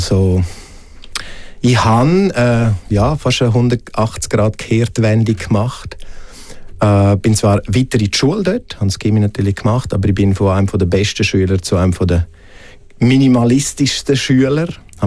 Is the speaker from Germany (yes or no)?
no; Graubünden, Switzerland; moved away; als ich dann weg bin aus dem Engadin, als ich auf Zürich bin.